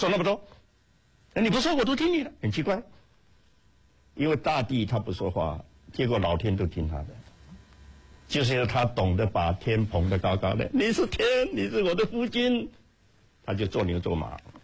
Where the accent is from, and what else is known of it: China